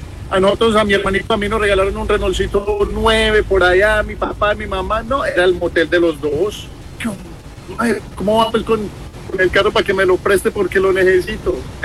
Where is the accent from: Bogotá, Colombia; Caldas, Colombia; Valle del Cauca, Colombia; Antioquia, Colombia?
Caldas, Colombia; Manizales; Yo soy de Manizales